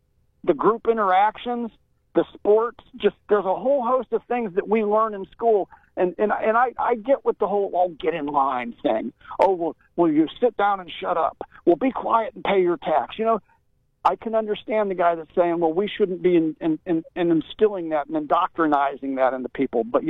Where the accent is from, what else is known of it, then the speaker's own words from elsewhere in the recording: Aurora, United States; I grew up in Aurora.